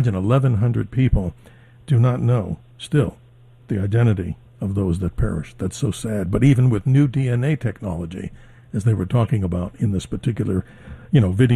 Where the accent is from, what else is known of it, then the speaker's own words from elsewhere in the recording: New York City, New York, United States; born there; now in Arizona, United States; I'm a New Yorker at heart, Drew, even though I live here in Arizona right now, born in Jamaica, Queens, and always proud of my New York heritage.